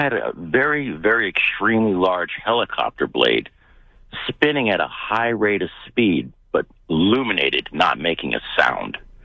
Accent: Sarasota, Florida, United States; I was 12 years old in like 1976, growing up in Sarasota, Florida.

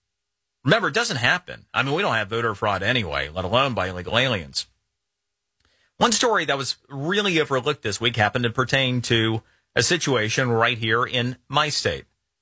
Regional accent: Florida, United States; born or raised there

